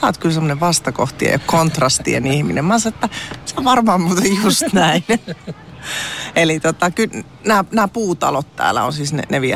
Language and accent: Finnish; Tampere, Pirkanmaa, Finland; also born or lived in Akaa; Mä oon siis syntyperäinen tamperelainen. Oon puolet elämästäni asunut täällä ja puolet sitten tuossa naapuripitäjässä Akaassa.